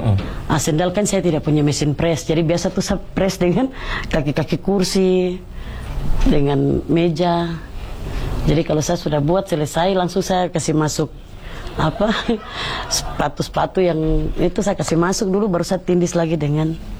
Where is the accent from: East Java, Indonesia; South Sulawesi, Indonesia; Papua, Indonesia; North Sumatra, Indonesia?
Papua, Indonesia; kami mama-mama nih, mungkin bisa buat hal-hal seperti begini dan tolong jaga ini hasil budaya kami orang Papua.